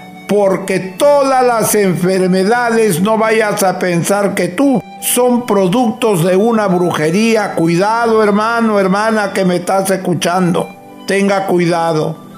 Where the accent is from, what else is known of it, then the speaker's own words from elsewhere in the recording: Huancabamba, Piura, Peru; en mi tierra, en Huancabamba